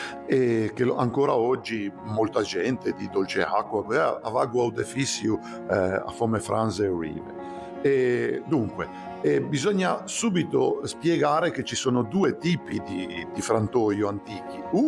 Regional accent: Liguria, Italy

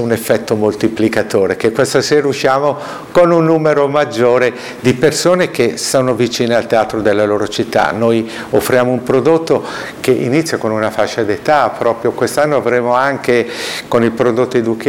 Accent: Cremona, Lombardy, Italy; now in Genoa, Italy; Io sono di Cremona, nero Busseto, sono solamente 18 chilometri, per cui frequentiamo abitualmente quei posti.

